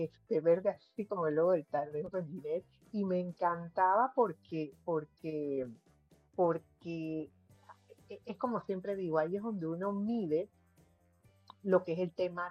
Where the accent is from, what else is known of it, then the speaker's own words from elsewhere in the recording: Panama; yo, como panameña